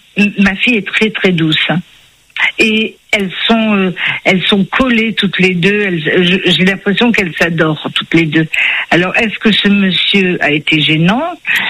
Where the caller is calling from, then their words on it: Saint-Raphaël, Provence-Alpes-Côte d'Azur, France; Moi, je suis je suis à Saint-Raphaël.